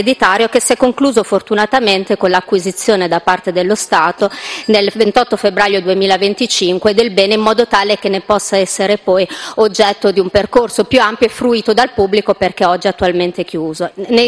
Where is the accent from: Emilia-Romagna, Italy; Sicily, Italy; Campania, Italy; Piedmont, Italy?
Emilia-Romagna, Italy; per me che vengo dalla Bassa Parmense, quindi un luogo particolarmente caro